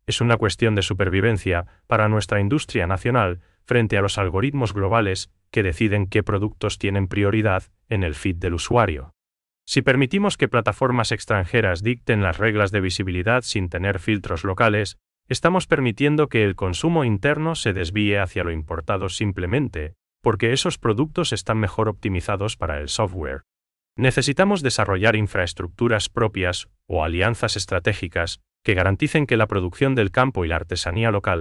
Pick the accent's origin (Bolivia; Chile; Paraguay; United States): Paraguay; esa empatía que nos caracteriza como paraguayo